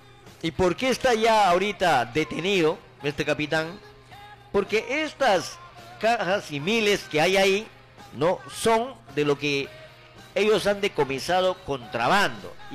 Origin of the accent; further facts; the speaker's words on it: Peru; ciudadano de a paso y peruano